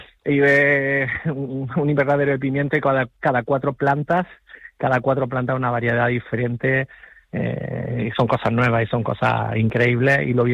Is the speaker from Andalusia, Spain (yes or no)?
yes; El Ejido, Andalusia, Spain; Está en mi pueblo, en El Ejido.